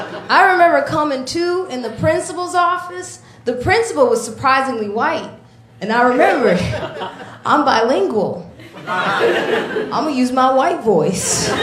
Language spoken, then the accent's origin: English; Chicago, Illinois, United States; Because I grew up in Chicago in a white neighborhood, and it messed me up. Then I moved to a black neighborhood, and it was too late.